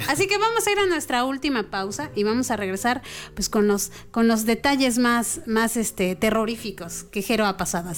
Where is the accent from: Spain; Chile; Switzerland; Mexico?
Mexico; lo bonito de las convivencias que hacemos como mexicanos